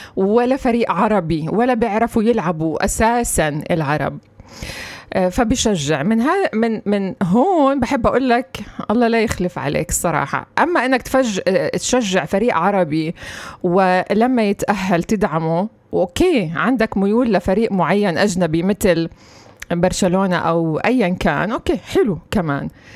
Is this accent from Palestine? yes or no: yes; Palestine; لأن إحنا فلسطينيين وقريبين على الأشقاء بالأردن